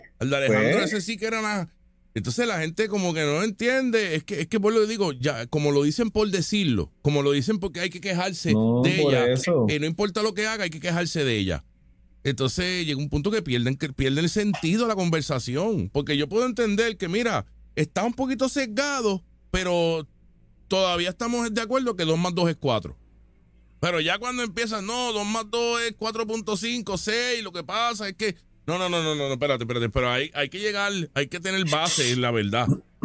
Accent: Puerto Rico; somos como puertorriqueños sin guilla ni complejo.

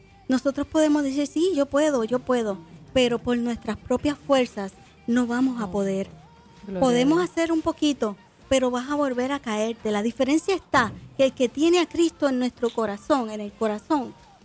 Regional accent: Fajardo, Puerto Rico; born there; Nací en Fajardo, Puerto Rico. Nací en un carro.

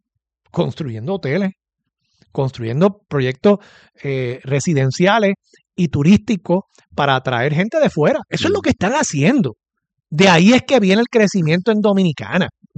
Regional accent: Puerto Rico

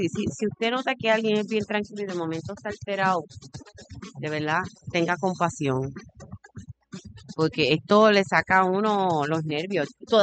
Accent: Puerto Rico; Pero así estamos en PR. Pero nada, somos boricua.

